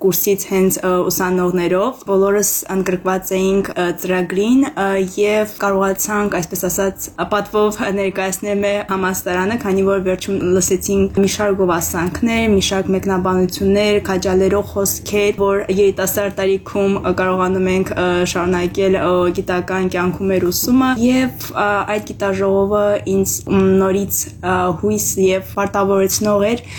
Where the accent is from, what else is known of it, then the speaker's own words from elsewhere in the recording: Armenia; նրանք հարցնում էին, որտեղից եք, ասում ես Հայաստանից